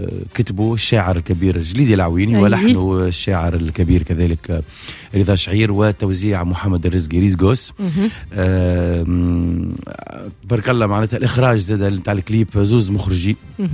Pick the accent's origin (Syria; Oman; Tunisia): Tunisia; بلادي تونس